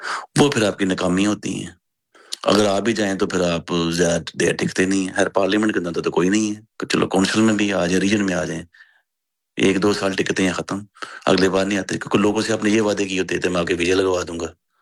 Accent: Pakistan; now in Sweden; میں خود بھی پاکستانی ہوں.

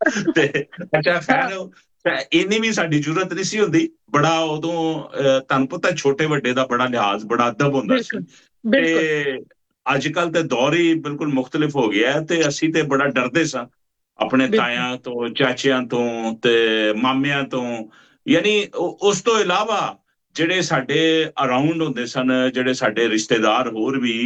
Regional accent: Lahore, Punjab, Pakistan; ਮੇਰਾ ਨਨਿਆਲ ਵੀ ਉੱਥੇ ਆ ਤੇ ਉੱਥੇ ਹੀ ਮੈਂ ਪੈਦਾ ਹੋਇਆ। ਤੇ ਉਸ ਤੋਂ ਬਾਅਦ ਫਿਰ ਲਾਹੌਰ ਦਾ ਇਲਾਕਾ ਹੈਗਾ ਆਪਣਾ ਨੈਸ਼ਨਲ ਟਾਊਨ, ਉੱਥੇ ਮੈਂ ਮੇਰਾ ਬਚਪਨ ਗਰੋ ਹੋਇਆ ਸਾਰਾ।

